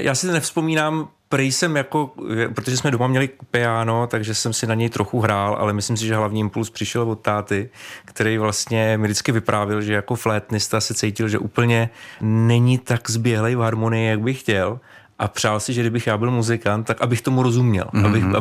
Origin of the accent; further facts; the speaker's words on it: Hradec Králové, Hradec Králové Region, Czechia; já jsem z Hradce Králové, takže